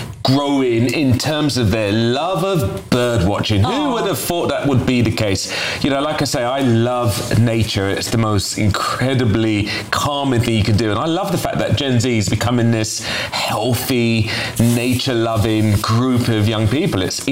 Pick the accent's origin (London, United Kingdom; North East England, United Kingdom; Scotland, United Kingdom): London, United Kingdom; when I grew up in West London, I've always had this love of like gardens and things like